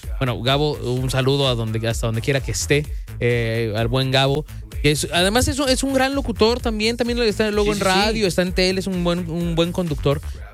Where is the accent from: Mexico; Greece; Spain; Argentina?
Mexico; Es que sí somos los mexicanos.